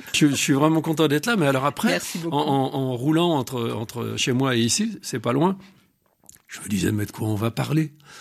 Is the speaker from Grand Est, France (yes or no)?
yes; Montmirail, Grand Est, France; alors que je viens de Montmirail, dans la Marne, mon père réparait des postes de télévision